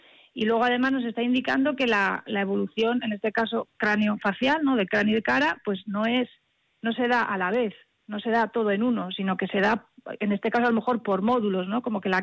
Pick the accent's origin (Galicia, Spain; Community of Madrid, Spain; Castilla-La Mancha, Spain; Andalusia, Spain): Community of Madrid, Spain; Aranjuez; yo es que soy de Aranjuez